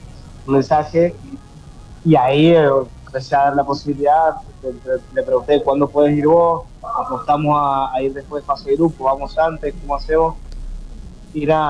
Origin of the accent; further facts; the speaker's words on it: Mendoza, Argentina; moved away as an adult; now in Australia; soy mendocino